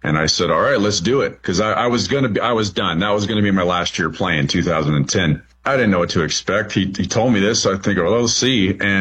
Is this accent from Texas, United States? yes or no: no; Bakersfield, California, United States; He saw that I was from Bakersfield